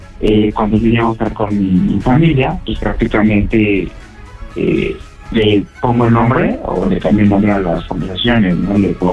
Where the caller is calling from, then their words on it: Coahuila, Mexico; tengo lo que son 30 años y soy de aquí de Coahuila.